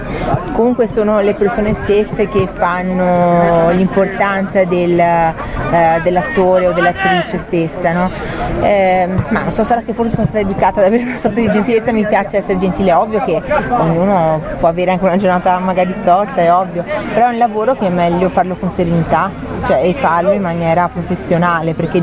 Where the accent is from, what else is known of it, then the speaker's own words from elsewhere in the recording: Venice, Veneto, Italy; io sono di un'isola di Venezia, no? Sono veneziana